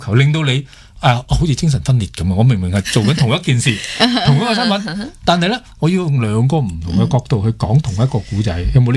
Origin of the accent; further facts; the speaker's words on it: Hong Kong; 我觉得我喺即系作为香港人啊。